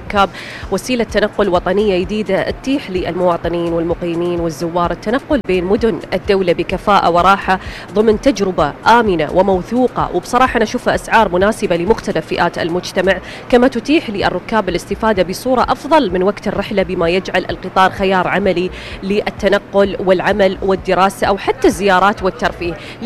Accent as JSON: {"language": "Arabic", "country": "United Arab Emirates", "said": "أنت بس جاي تستمتع بجمال بلادنا"}